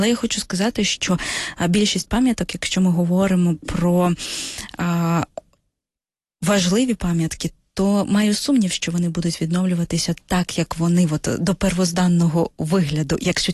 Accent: Kharkiv, Kharkiv Oblast, Ukraine; я ж з Харкова

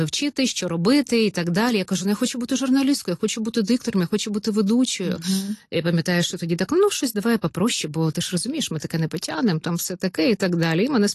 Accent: Kirovohrad Oblast, Ukraine; moved away as an adult; now in Kyiv, Ukraine; Це батьківщина, це Полтавщина, де я народилась, і Кіровоградщина, де я виросла у бабусі.

